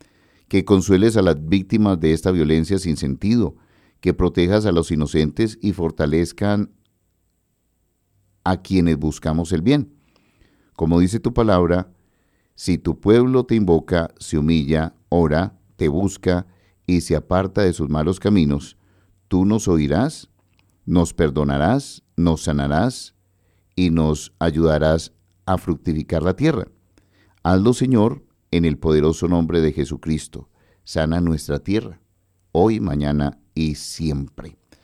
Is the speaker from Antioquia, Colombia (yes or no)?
yes; Medellín, Antioquia, Colombia